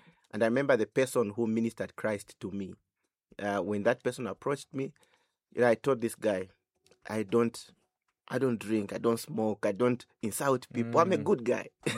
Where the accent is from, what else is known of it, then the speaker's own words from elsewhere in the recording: Zambia; growing up in Zambia